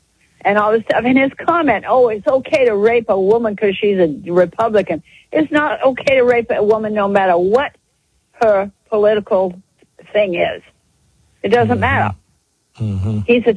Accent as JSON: {"language": "English", "region": "Maine", "country": "United States", "tie": "born or raised there", "moved": "as an adult", "said": "I was born and grew up there. As soon as I graduated from high school, I was gone. That was in the 60s."}